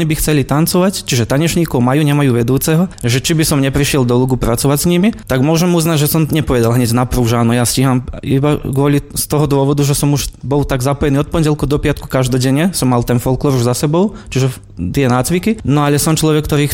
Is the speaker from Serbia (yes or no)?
yes; Bački Petrovec, Vojvodina, Serbia; počas slovenských národných slávností u nás v Petrovci